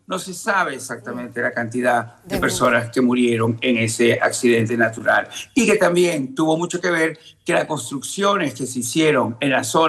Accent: Caracas, Capital District, Venezuela; moved away; La zona donde viven mis padres y donde yo nací, el este de Caracas, es uno de los sitios más afectados de Caracas.

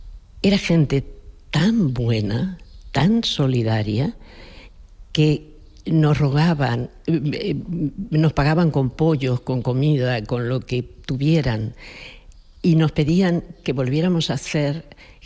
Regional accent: Argentina; en mi caso, en nuestro caso, en Argentina

